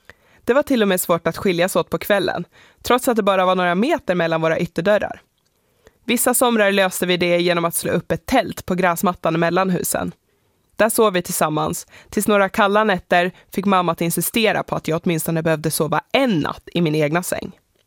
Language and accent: Swedish; Lapland, Sweden; born there; Jag är född i södra Lappland.